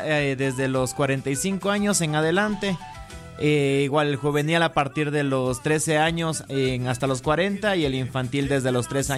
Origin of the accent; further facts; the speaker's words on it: Ecuador; nosotros somos ecuatorianos, que sepan qué son nuestras raíces, que sepan de dónde venimos, nuestra cultura en sí